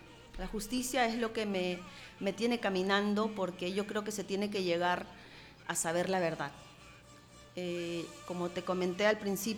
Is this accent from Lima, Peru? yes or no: yes; Lima, Peru; Quien les saluda es … Vengo de Lima. Provengo de cuna aprista, ya que mis padres son apristas, mi abuelo fue aprista.